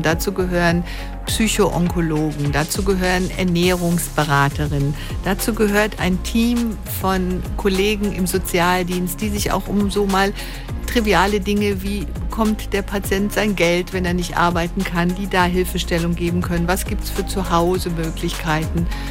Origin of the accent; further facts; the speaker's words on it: Rhineland, Germany; Das ist aber schön, dass ich mir das wünschen darf. Dann wünsche ich mir als Rheinländerin